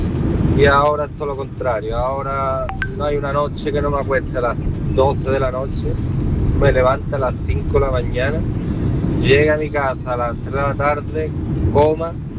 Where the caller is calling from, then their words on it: Seville, Andalusia, Spain; de Sevilla.